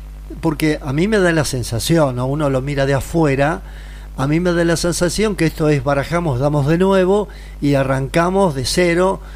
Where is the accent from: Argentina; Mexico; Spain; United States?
Argentina; Villa Mercedes, San Luis; Bueno, sanjuanino, mirá, yo soy de Villa Mercedes, la puerta de Cuyo.